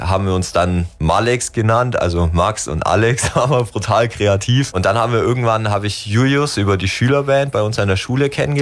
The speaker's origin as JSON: {"language": "German", "town": "Leonberg", "region": "Baden-Württemberg", "country": "Germany", "said": "Also ich komme aus Leonberg."}